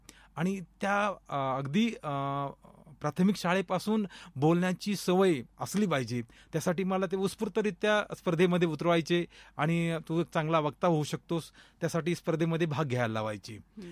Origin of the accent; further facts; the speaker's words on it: Karanji, Maharashtra, India; माझं बालपण करंजी म्हणून आहे, नगर पाथर्डी रोडवरती करंजी आहे. तिथून 3 किलोमीटरवरती गर्भगिरी डोंगररांगाच्या पायथ्याशी खंडोबाची वाडी म्हणून 1,000 लोकवस्तीचं गाव आहे. त्या ठिकाणी बालपण गेलं, ज्याला प्राथमिक शिक्षण तिथेच झालं.